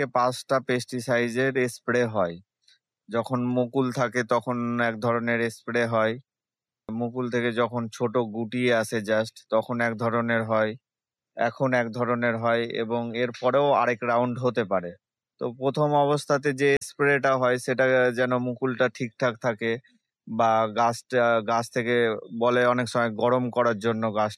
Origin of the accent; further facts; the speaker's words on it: West Bengal, India; আমার বাড়ি মালদার সাহাপুর নিত্যানন্দপুর এরিয়াতে।